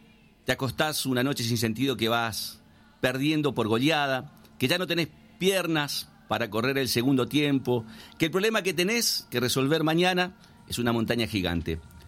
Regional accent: Argentina; Así somos los argentinos.

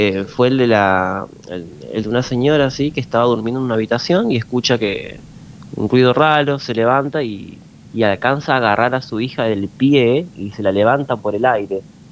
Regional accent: Calchaquí, Santa Fe, Argentina; born there; yo fui nacido en Calchaquí, a 100 kilómetros de San Justo.

